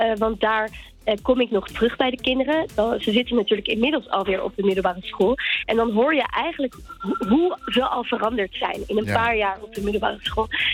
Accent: Amsterdam, North Holland, Netherlands; Nee, ik kom uit Amsterdam.

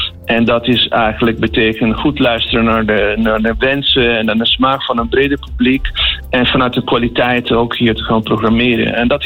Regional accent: Italy; now in Netherlands; Ik kom zelfs uit Italië. Ik woon heel lang in Nederland

